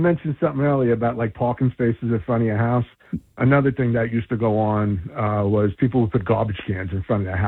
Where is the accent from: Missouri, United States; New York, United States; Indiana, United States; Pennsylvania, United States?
New York, United States; New York City; now in Dunellen, United States; I grew up in the Bronx, and we didn't have swimming pools.